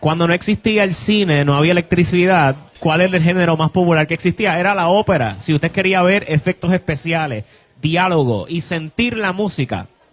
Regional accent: Puerto Rico; Pero igual somos puertorriqueños

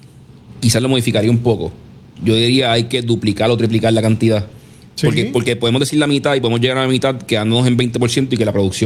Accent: Puerto Rico

